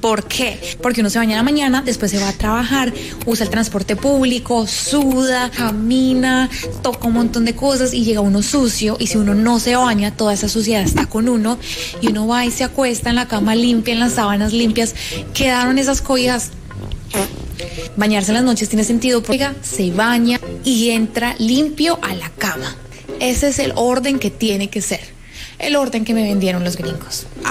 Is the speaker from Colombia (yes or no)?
yes; Colombia; moved away as an adult; now in United States; Yo soy colombiana